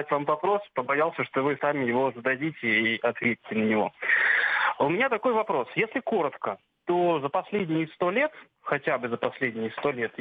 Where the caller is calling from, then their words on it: Saint Petersburg, Russia; я из Санкт-Петербурга.